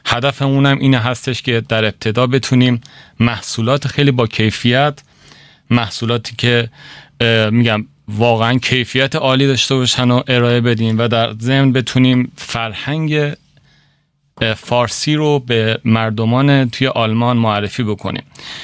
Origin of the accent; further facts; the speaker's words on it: Tehran, Tehran Province, Iran; من در واقع اصلیتم از ایران هستش، شهر خوبت قشنگ تهران،